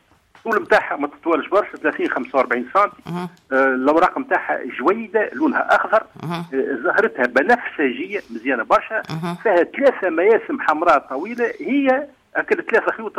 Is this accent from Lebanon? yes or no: no; Tunisia; هي في تونس عندنا مساحة ولكن محدودة عندنا تقريبا 30 هكتار في تونس الكل